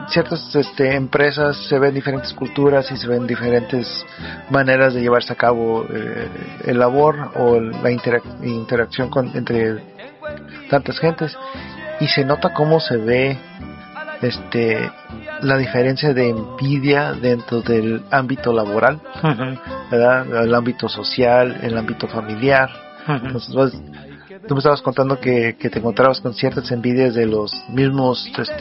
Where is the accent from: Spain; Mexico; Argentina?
Mexico; yo como mexicano